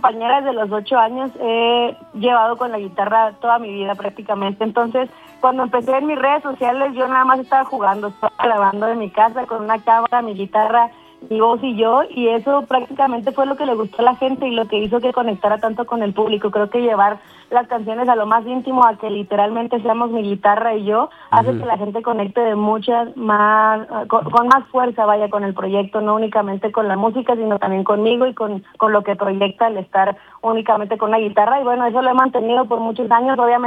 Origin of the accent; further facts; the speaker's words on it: Chihuahua, Mexico; justo soy de Chihuahua